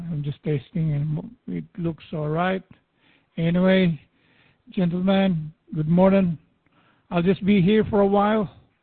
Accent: San Diego, California, United States; Well, I grew up in that area. Clayton, I grew up in San Diego, California.

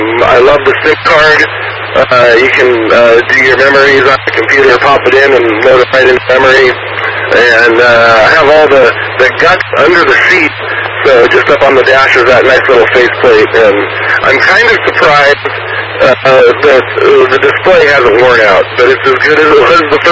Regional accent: Renton, Washington, United States; I'm in the Fairwood area of Bentonville. I know Auburn pretty well. I was born and raised around here.

